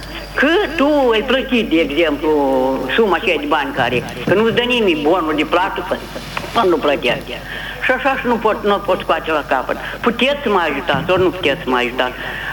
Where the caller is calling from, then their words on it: Telenești, Telenești District, Moldova; sunt din Telenești.